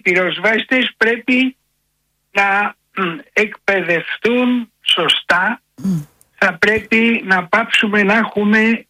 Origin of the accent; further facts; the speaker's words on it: Egypt; στην πατρίδα μου την Αίγυπτο και να δείτε τι κάνουν οι κροκόδηλοι